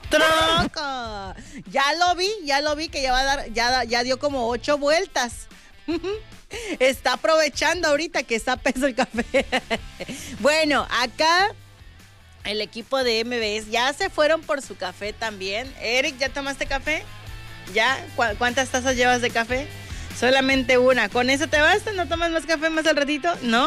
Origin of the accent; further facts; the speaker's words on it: Mexico; como mexicanos, vale, que no tomamos.